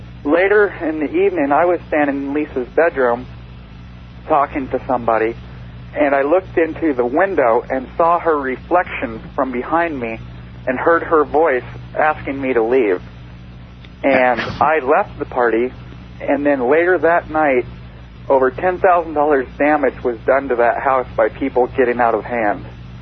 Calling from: Seattle, Washington, United States; I'm calling from Seattle, KVI.

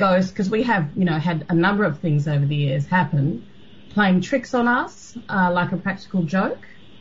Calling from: Sydney, New South Wales, Australia; Hi, I'm calling from Sydney, Australia.

